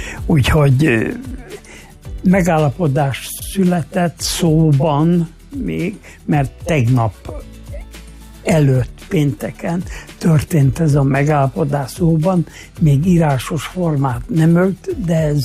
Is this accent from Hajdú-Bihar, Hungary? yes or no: no; Gávavencsellő, Szabolcs-Szatmár-Bereg, Hungary; moved away; most voltam otthon Gáván